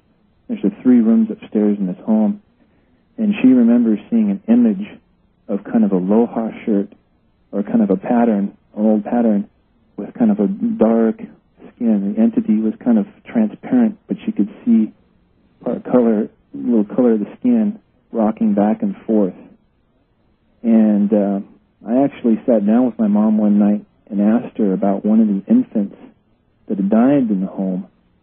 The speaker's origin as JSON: {"language": "English", "town": "Kohala", "region": "Hawaii", "country": "United States", "tie": "born or raised there", "said": "I live here in Plantation, old defunct Plantation town in Hawaii. And I live with my parents here, just moved back, and was raised basically here in a home that's over a century old."}